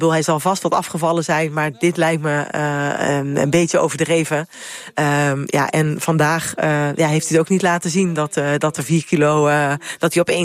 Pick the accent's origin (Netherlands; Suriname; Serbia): Netherlands; Tuurlijk was ik blij als Nederlander dat Olaf Kooi wint